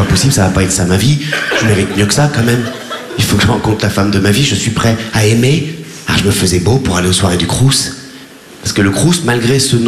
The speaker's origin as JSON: {"language": "French", "country": "Réunion", "tie": "born or raised there", "said": "Parce que moi, à l'époque, quand j'étais gamin, mes ennemis à La Réunion, c'était les surfeurs."}